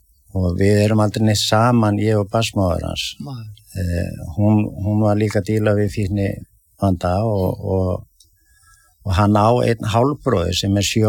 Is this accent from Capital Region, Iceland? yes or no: yes; Reykjavík, Capital Region, Iceland; ég elst upp í Álftamýrinni og síðan flytjum við nýr í miðbæ þegar ég 11 ára og ég klára sem sagt Álftamýra skóla 12 ára bekkin og fer síðan í Laugalíka skóla